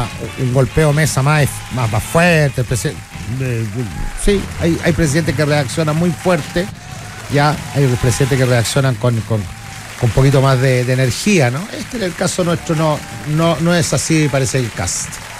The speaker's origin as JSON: {"language": "Spanish", "country": "Chile", "said": "Yo lo digo como chileno, ¿no? Amante de mi patria."}